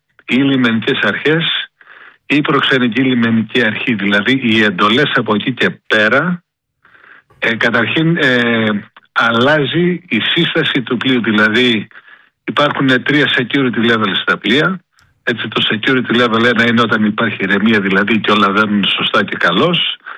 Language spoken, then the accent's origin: Greek; Igoumenitsa, Epirus, Greece; εγώ είμαι από την Οικουμενίτσα.